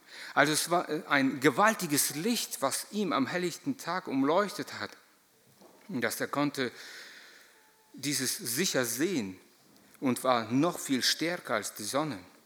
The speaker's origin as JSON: {"language": "German", "region": "Lower Saxony", "country": "Germany", "said": "Hier bei uns in Emsland damals schon konntest du das alles nicht so offen stehen lassen."}